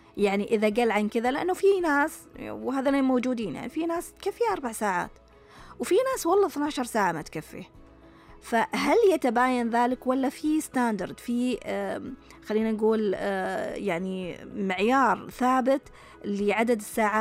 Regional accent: Saudi Arabia; إحنا كسعوديين رقم 3 على مستوى العالم، إحنا شعب ما ننام.

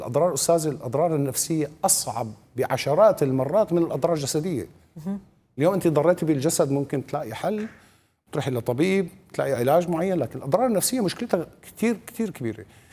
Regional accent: Syria; ونحن هدول سوريين بالنسبة لأنه هدول أولاد بلدنا،

